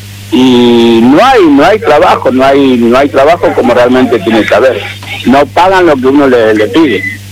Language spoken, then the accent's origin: Spanish; Posadas, Misiones, Argentina; now in Buenos Aires, Argentina; No, vine porque quería conocer, Buenos Aires. Vine de Posada, me vine con una empresa que me cobraron el boleto, me cobraron 91,000 pesos, se lo pagué, llevé el boleto y ahí vine para acá.